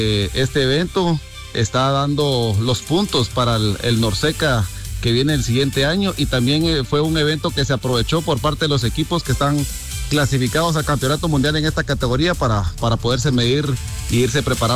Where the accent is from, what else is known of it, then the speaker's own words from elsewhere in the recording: Guatemala; somos guatemaltecos